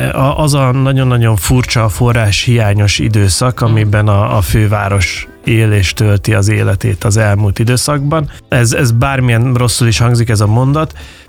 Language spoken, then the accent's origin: Hungarian; Székesfehérvár, Fejér, Hungary; now in Budapest, Hungary; Én egy székesfehérvári panel lakásban nőttem fel